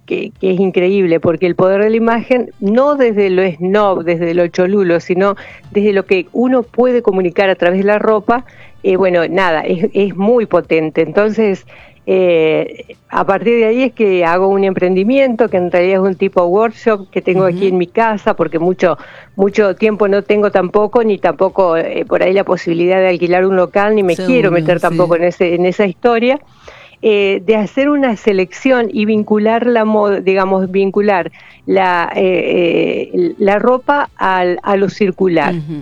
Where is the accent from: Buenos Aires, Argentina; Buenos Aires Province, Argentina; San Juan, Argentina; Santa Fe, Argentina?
Santa Fe, Argentina; moved away as an adult; de hecho me vine de Santa Fe a estudiar comunicación aquí